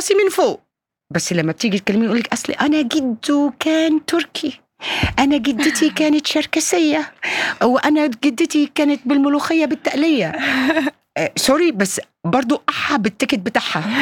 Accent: Egypt

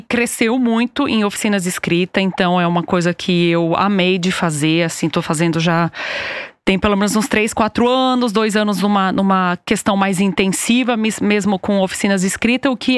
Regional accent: São Paulo, Brazil; moved away as an adult; now in Switzerland; eu venho de São Paulo, como já foi dito, talvez dê para perceber pelo sotaque. Tô aqui, é isso, daqui a pouco já vai fazer 15 anos e vim por conta do amor

